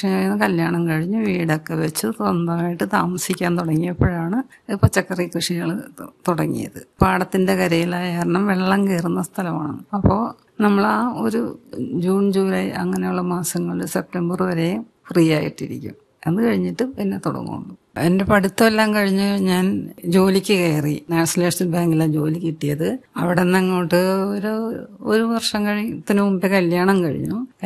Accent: Eloor, Kerala, India; ഇത് എൻ്റെ നാടാണ്.

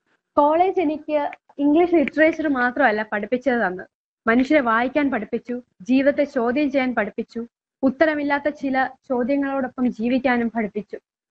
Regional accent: Varkala, Kerala, India; ഞാൻ വർക്കല സ്വദേശിനിയാണ്. ഞാൻ യൂണിവേഴ്സിറ്റി കോളേജില് MA ഇംഗ്ലീഷ് വിദ്യാർത്ഥിനിയാണ്.

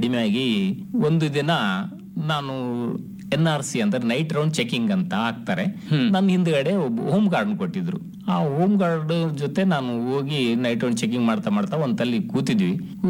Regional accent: Jegarkal, Karnataka, India; ನನ್ನ ಊರು ಜಗರ್ಕಲ್ಲಲ್ಲಿ.

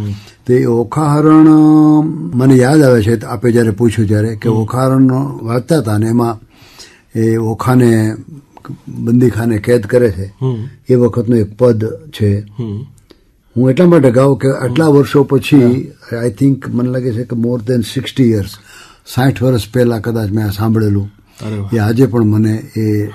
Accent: Chital, Gujarat, India; born there; મારો જન્મ ચિત્તલમાં થયો, અમરેલી જિલ્લાના ચિત્તલમાં.

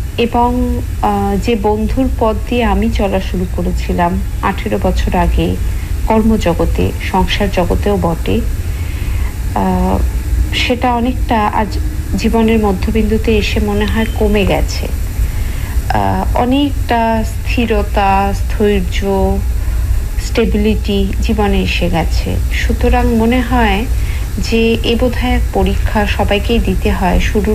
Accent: Kolkata, West Bengal, India; moved away as an adult; now in Delhi, India; আমি দিল্লি থেকে … বলছি। আমার জন্ম বেড়ে ওঠা সবই কলকাতায়। শিক্ষার প্রথম ভাগটা আমি কলকাতা থেকেই সমাপ্ত করি, বিয়ে হয় দিল্লিতে। 18 বছর আগে দিল্লি চলে আসা

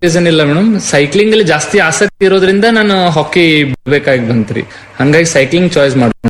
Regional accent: Shiggaon, Karnataka, India; Shiggaon, Haveri district Shiggaon ನಂದು.

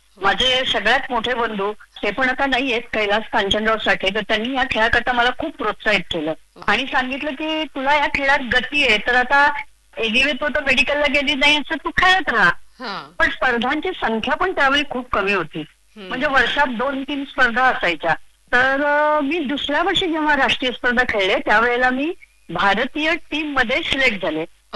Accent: Sangli, Maharashtra, India; मी मुळची सांगलीची बर का

